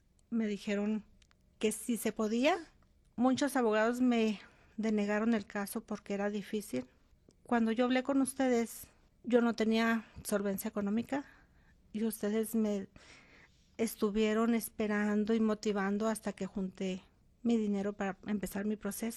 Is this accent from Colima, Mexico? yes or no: no; Namiquipa, Chihuahua, Mexico; Soy del estado de Chihuahua, pero nací en el municipio de Santa Clara, Namiquipa.